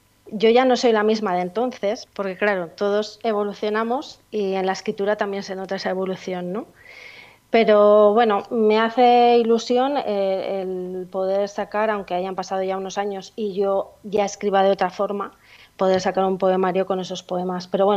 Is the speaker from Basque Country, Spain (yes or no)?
yes; Basque Country, Spain; born there; also born or lived in Barcelona province; now in Logroño, Spain; En Logroño lo que es vivir 5 años, aunque bueno, he estudiado aquí, he trabajado aquí, pero vivía casi toda mi vida, he vivido en un pueblo pequeñito que está a 5 kilómetros de Logroño, pero pertenece a otra comunidad que se llama Álava, es el País Vasco.